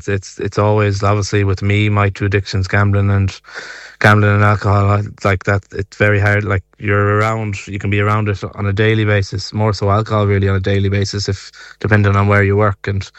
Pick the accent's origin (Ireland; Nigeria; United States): Ireland; Galway, Connacht; I'm from Galway City in Knocknacara there myself.